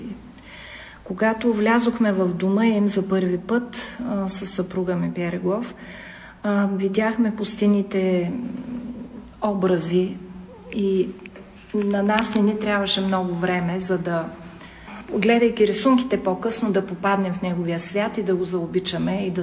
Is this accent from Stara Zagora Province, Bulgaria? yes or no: yes; Stara Zagora, Stara Zagora Province, Bulgaria; Аз съм художник и съм от Стара Загора